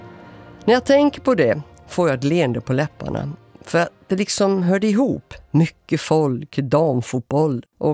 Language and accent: Swedish; Sweden; Jag är ju svensk